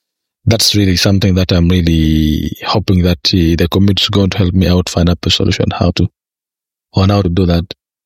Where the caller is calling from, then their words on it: Uganda; I am from Uganda